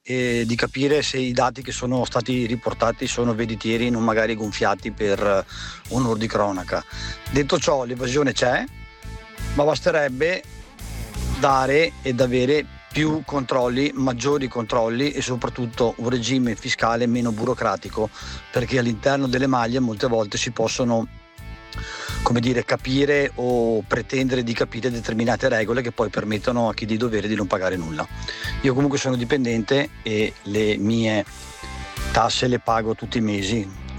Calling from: Treviso, Veneto, Italy; a Treviso.

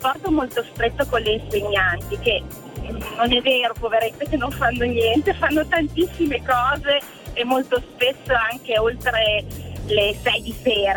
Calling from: Parma, Emilia-Romagna, Italy; Chiamo in direzione Parma, adesso sono in autostrada per tornare a Parma

